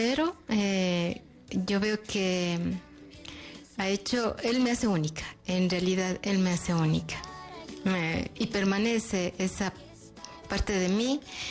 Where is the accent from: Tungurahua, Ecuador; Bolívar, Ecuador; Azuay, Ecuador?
Azuay, Ecuador; Cuenca; born there; Desde nacimiento somos cuencanas.